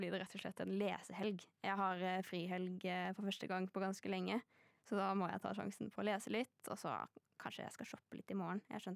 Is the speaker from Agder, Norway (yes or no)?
yes; Arendal, Agder, Norway; now in Eastern Norway; det var sol hjemme i Arendal.